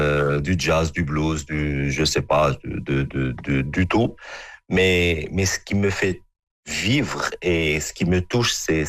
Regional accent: Morocco; Alors, moi, je suis un Marocain. Et mon point fort, c'est ma culture.

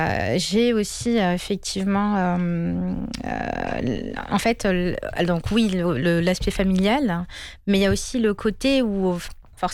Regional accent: France; born there; comme je suis marocaine, avec des sonorités donc, qui vont venir d'Orient, et puis le côté aussi Europe, parce que je suis née en France.

